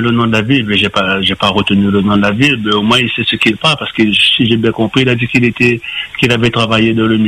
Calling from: Réunion; ici à La Réunion

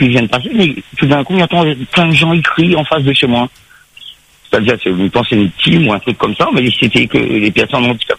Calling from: Saint-Louis, Réunion; je suis à Saint-Louis. Enfin, pas dans les bas. Moi, j'habite à la moitié, c'est-à-dire moitié dans les bas, moitié dans les hauts.

